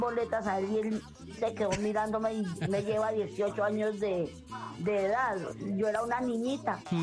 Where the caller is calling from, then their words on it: Pacho, Cundinamarca, Colombia; Soy de Pacho con una marca